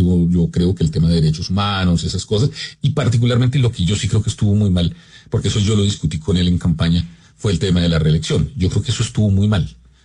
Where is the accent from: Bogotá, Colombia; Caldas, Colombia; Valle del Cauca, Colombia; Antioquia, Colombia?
Bogotá, Colombia; Pues yo nací en un inquilinato en Fontibón, viví en Kennedy, en el barrio de las Américas, luego viví en el barrio Bavaria